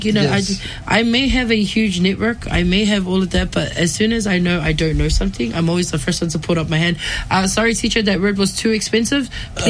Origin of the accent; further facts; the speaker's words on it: New Zealand; I am American Samoan Tongan, born and raised in New Zealand